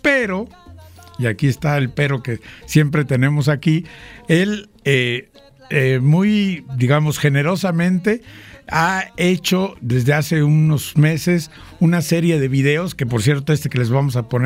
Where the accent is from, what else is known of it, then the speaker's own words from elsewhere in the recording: Veracruz, Mexico; Ahora sí que si ya saben cómo somos los jarochos, ¿para qué nos invitan, no?